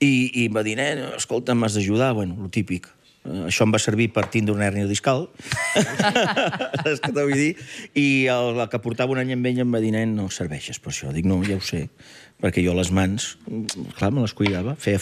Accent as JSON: {"language": "Catalan", "town": "Barcelona", "region": "Catalonia", "country": "Spain", "tie": "born or raised there", "said": "Però no és el barri que vivíem abans, que no era un barri, allò era un poble."}